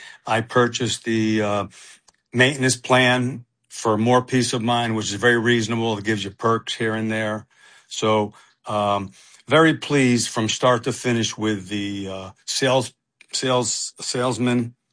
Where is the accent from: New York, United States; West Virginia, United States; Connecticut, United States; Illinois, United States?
Connecticut, United States; Stamford; So there's a place from my hometown, Stamford, Connecticut, and they make very thin bar pies.